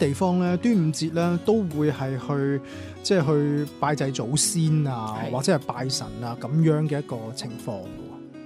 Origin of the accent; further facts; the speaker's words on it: Guangzhou, Guangdong, China; 我係喺廣州長大嘅，我即係我父母嗰代已經出咗嚟廣州啦，咁啊喺呢一邊咧就成長嘅。